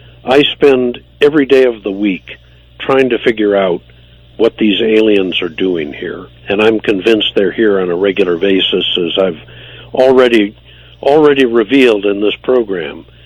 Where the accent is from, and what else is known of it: United States